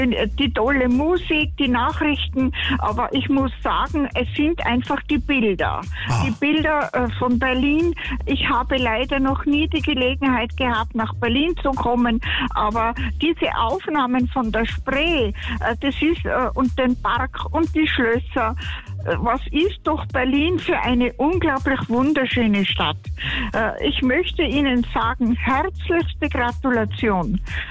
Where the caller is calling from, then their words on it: Tyrol, Austria; Ich wohne in der Nähe des Achersees